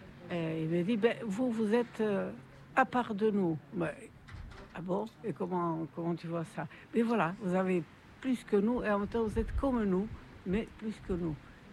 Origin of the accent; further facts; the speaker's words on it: Nouvelle-Aquitaine, France; moi, j'arrive, enfin, je suis du Pays Basque, d'accord? Je reviens 50 ans après